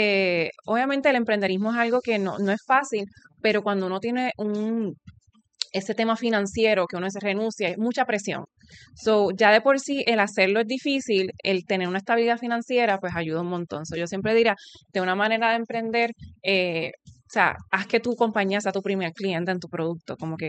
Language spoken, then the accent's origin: Spanish; Puerto Rico; born there; moved away as an adult; also born or lived in New York / Amsterdam